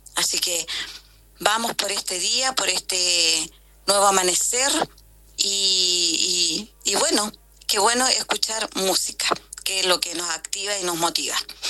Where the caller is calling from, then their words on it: Quilicura, Santiago Metropolitan Region, Chile; de Quilicura.